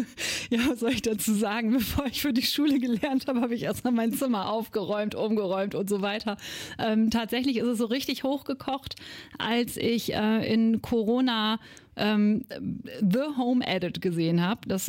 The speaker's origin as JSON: {"language": "German", "town": "Schortens", "region": "Lower Saxony", "country": "Germany", "tie": "born or raised there", "said": "Ich komme aus Schortens. Ich bin in Friesland, also in Schortens, auch groß geworden. Ich werde dieses Jahr 45"}